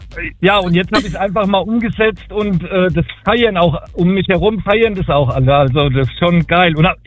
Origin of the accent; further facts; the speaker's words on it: Zaragoza, Aragon, Spain; und zwar in Spanien, in Saragossa, in meiner Heimatstadt.